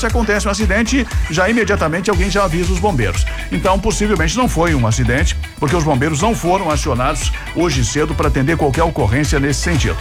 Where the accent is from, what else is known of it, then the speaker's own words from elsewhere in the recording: Rio Grande do Sul, Brazil; E nós aí como gaúchos somos muito próximos dos uruguaios lá